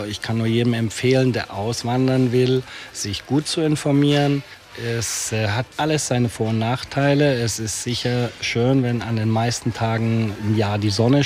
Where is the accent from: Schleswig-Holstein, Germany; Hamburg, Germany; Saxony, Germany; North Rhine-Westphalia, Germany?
Saxony, Germany; Bautzen; moved away as an adult; Ich komme aus der Nähe von Dresden, aus Bautzen. Habe dann die Chance gehabt mit dem Mauerfall, in München Hotelfachschule gemacht